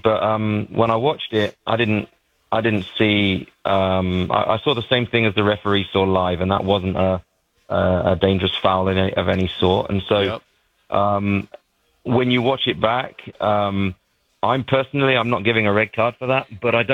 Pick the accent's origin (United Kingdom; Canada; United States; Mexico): United Kingdom; England; moved away; Yeah, as an Englishman